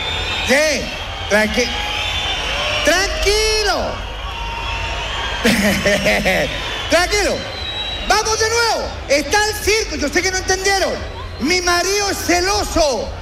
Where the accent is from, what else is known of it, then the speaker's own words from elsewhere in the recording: La Florida, Santiago Metropolitan Region, Chile; Yo soy de la Floriguana, o sea, de la Florida. Yo soy de ahí.